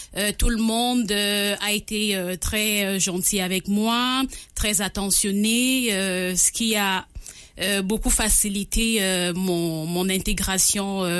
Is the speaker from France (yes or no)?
no; Cameroon; moved away as an adult; now in Canada; J'ai quitté le Cameroun il y a de cela 2 ans et demi. Au Cameroun, j'ai cumulé une expérience de journaliste pendant 11 ans.